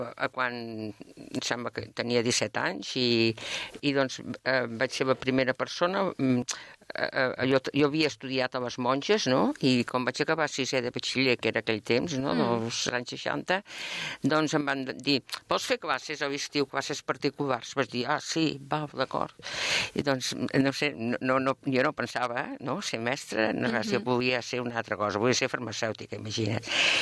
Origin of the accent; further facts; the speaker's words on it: Mollet del Vallès, Catalonia, Spain; soc una persona que vaig néixer a Can Jornet de Gallecs l'any 1945, per tant, tinc 81 anys, i m'he passat la vida entre Gallecs, Mollet, i una miqueta, i també, doncs, no sé, he viatjat, he anat a treballar un any a Canàries